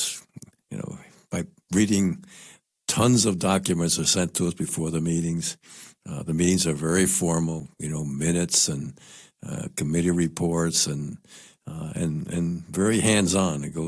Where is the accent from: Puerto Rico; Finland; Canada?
Puerto Rico; Guaynabo; I'm from Guaynabo